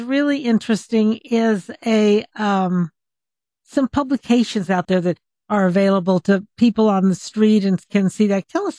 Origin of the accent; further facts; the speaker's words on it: Albuquerque, New Mexico, United States; I grew up here in Albuquerque